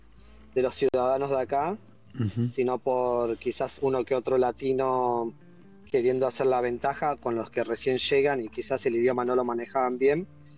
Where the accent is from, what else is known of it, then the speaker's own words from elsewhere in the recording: José C. Paz, Buenos Aires Province, Argentina; now in Melbourne, Australia; soy de José Paz, pero actualmente me radico en Melbourne, Australia.